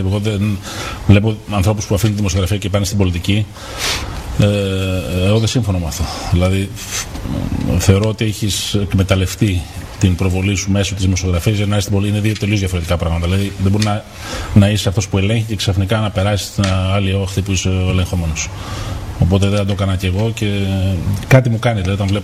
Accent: Athens, Attica, Greece; born there; also born or lived in Connecticut, United States; Γεννήθηκα εγώ. Μετά από δύο χρόνια αποφάσισε ο πατέρας μου να γυρίσει στην Ελλάδα

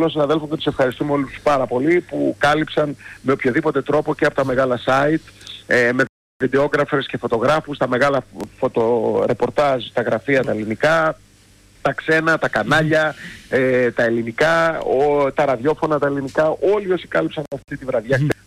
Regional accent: Greece; και δεν το λέω ως Έλληνας αυτό

